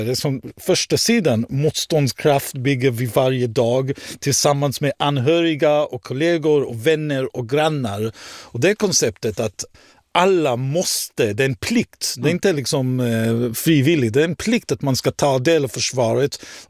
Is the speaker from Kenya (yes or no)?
no; Israel; Swedish is a second language; now in Sweden; Och där jag kommer ifrån, Israel, så är det krig hela tiden.